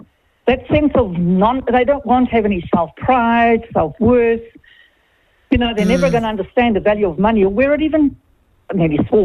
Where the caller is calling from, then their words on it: Gisborne, New Zealand; I'm from Gisborne.